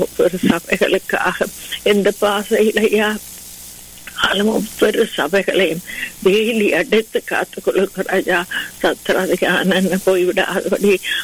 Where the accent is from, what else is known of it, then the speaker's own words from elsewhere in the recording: Sri Lanka; moved away; நாங்க பிறந்து வளர்ந்த தேசத்துக்காக அந்த இலங்கை தீவுக்காக